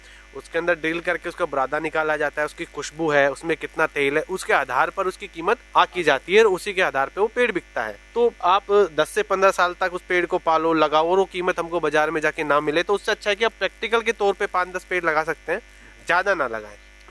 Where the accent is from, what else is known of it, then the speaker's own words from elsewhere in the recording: Rajasthan, India; और मैं मालाखेड़ा ग्राम सुमेल का रहने वाला हूँ और मैं यहाँ खेती करता हूँ